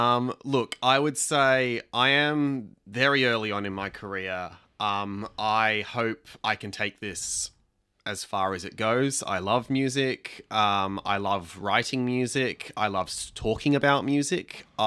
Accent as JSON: {"language": "English", "town": "Sydney", "region": "New South Wales", "country": "Australia", "said": "I'm not from Melbourne, I'm from Sydney."}